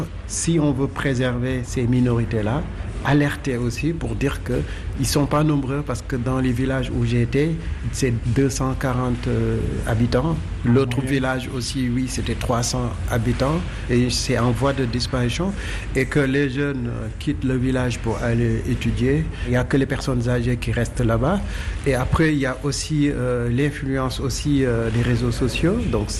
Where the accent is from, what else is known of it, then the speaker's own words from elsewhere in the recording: Senegal; born there; je suis né au Sénégal.